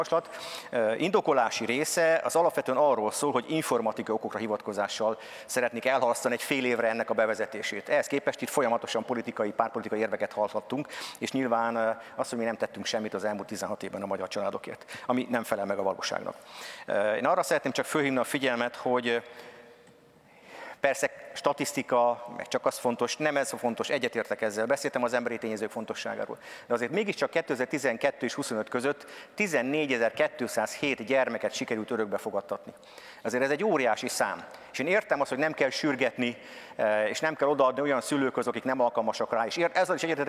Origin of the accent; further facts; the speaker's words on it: Csepel, Budapest, Hungary; én Csepelen nőttem föl, tehát ott jártam általános iskolában, kora gyerekkoromban fölkerültek a szüleim Budapestre, Csepelre